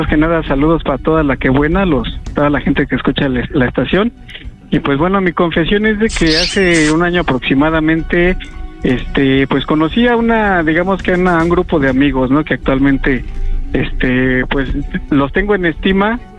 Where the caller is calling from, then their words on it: Naucalpan, State of Mexico, Mexico; hablo de Naucalpan, Estado de México.